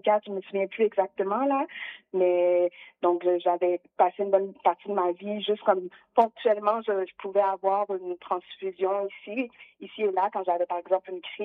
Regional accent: Quebec City, Quebec, Canada; Donc, puis moi, j'étais de Québec et je venais jusqu'à Montréal pour aller à sa clinique, là.

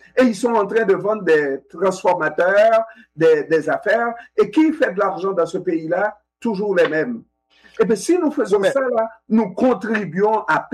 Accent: Haiti; Mais quand nous sommes à la radio, nous sommes des Haïtiens de surcroît, on se doit de donner cette mission-là

